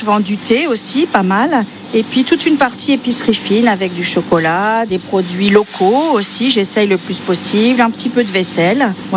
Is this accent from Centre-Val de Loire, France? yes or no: yes; Saint-Amand-Montrond, Centre-Val de Loire, France; je suis de Saint-Amand-Montrond.